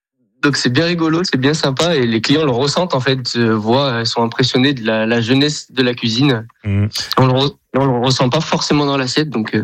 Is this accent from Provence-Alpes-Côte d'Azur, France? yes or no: no; Auvergne-Rhône-Alpes, France; also born or lived in Ardèche; j'ai 25 ans, je suis né en Ardèche, mais grandi en Drôme.